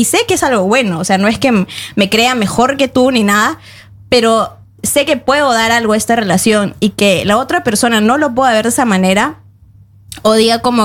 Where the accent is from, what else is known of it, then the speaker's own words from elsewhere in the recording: Peru; si bien los argentinos, que yo también me abrumo como peruana